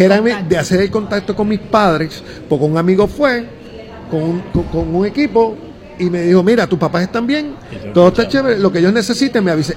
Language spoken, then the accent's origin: Spanish; Ponce, Puerto Rico; now in San Juan, Puerto Rico; yo soy de Ponce originalmente, mis papás estaban en Ponce, yo estaba en San Juan